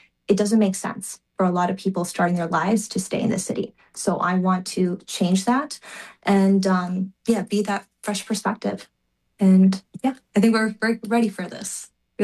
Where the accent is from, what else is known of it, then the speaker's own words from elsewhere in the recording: Burnaby, British Columbia, Canada; I was born and raised here in Burnaby.